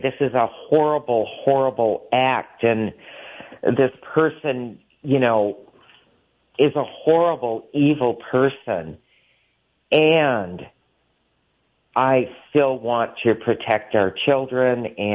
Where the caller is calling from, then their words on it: Minnesota, United States; I'm calling from Minnesota